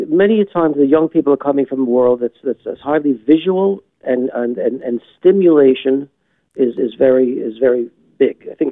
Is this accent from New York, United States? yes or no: yes; Brooklyn, New York, United States; I'm a city slicker. I'm from Brooklyn.